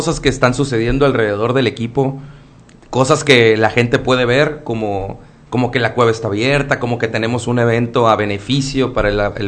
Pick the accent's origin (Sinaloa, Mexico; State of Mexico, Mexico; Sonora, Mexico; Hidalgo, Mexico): Sinaloa, Mexico; Mazatlán